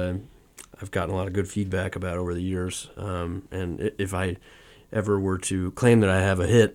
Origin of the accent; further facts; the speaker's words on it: Poughkeepsie, New York, United States; moved away; Well, I'm from Poughkeepsie, New York. I was born and raised there. I spent a bunch of years away, but ended up moving back a little before the pandemic broke out.